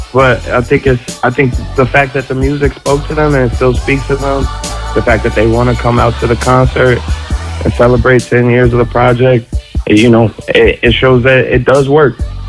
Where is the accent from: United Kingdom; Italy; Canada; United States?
United States; Chicago, Illinois; I grew up in the Chicago hip-hop scene.